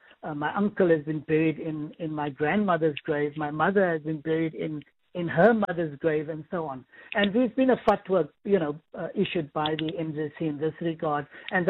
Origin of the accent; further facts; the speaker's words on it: Cape Town, Western Cape, South Africa; I was born and raised in Salt River, a walking distance from the cemetery. It's less than a kilometer from the cemetery